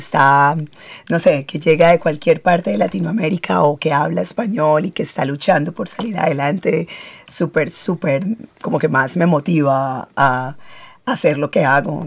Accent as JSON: {"language": "Spanish", "town": "Barranquilla", "region": "Atlántico", "country": "Colombia", "moved": "as an adult", "lives_now": "Australia", "said": "Sí, yo soy de Colombia. Soy de Barranquilla."}